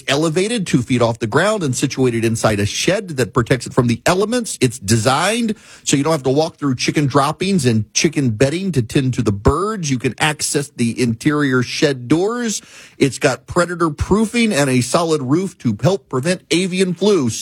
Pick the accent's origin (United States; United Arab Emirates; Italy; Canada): United Arab Emirates; Dubai; moved away; when I was a kid in the Middle East, because I grew up in Dubai